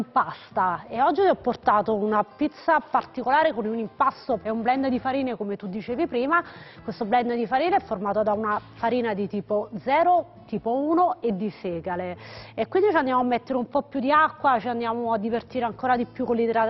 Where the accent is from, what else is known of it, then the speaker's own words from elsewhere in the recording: Corbara, Campania, Italy; sempre in onore della mia terra